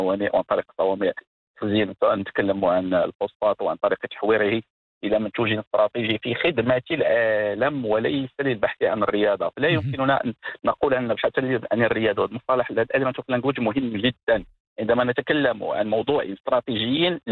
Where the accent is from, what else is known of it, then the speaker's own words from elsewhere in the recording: Morocco; نتوحد جميعا كمغاربة